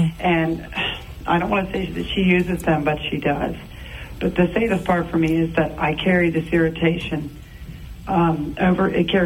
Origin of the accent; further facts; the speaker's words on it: Walton, Kentucky, United States; I'm from Walton, Kentucky.